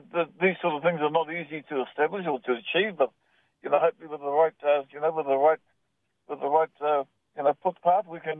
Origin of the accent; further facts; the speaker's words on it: Parengarenga, Northland, New Zealand; I'm actually from Ngāpui, from Parangaroa in the north.